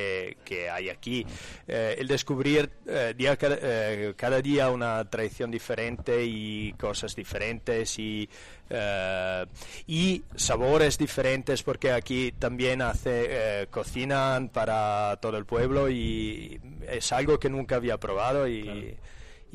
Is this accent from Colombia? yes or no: no; Italy; accent: Italian; Spanish is a second language; yo siendo italiano no hablo tan bien español